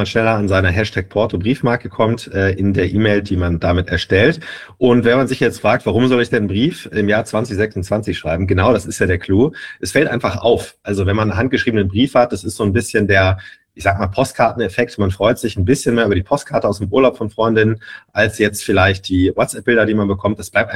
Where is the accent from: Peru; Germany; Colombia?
Germany; Duisburg, North Rhine-Westphalia; moved away; ich komme aus Duisburg